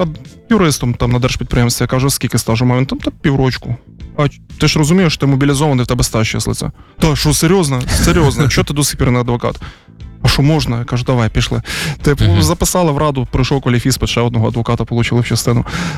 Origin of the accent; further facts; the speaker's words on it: Lviv Oblast, Ukraine; Слонячки, я з Львівської області, Слонячки